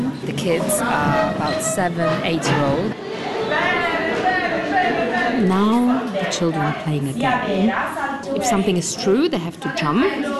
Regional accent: Rome, Lazio, Italy; When it comes to food, even though I'm from Rome, I have not seen anywhere in the world quite like Naples.

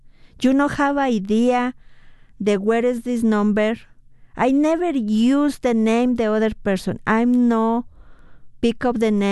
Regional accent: Mexico City, Mexico; English is a second language; moved away as an adult; now in United States; I'm from Mexico City.

